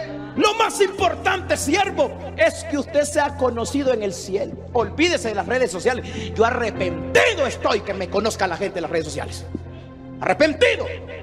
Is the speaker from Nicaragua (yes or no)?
yes; Nicaragua; Para los que no saben, soy nicaragüense, por eso me mira bien barbudo y hermoso.